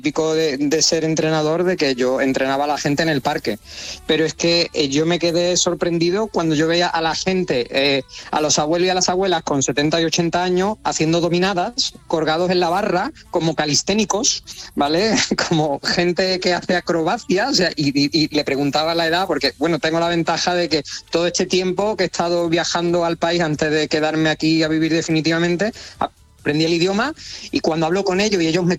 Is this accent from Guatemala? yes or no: no; Seville, Andalusia, Spain; que yo soy sevillano, yo soy de Sevilla, y nosotros pues, tenemos mucho salero, guasa, como queráis llamarlo.